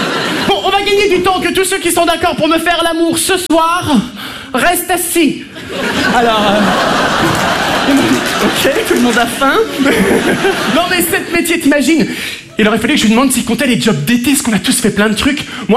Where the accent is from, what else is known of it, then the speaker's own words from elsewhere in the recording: Hauts-de-France, France; Vous savez que chez moi dans le Nord c'est une tradition, hein?